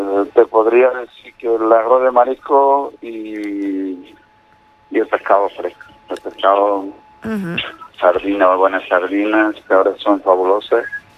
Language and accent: Spanish; Portugal; Porque como portugués, claro que voy a ir por Portugal, pero ajá, que me encanta España y el equipo español.